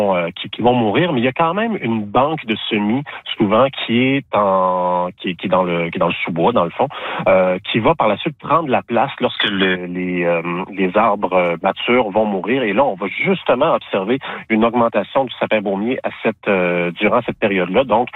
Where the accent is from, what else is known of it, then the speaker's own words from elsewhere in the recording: Quebec, Canada; Moi, je viens de la région du Bas-Saint-Laurent.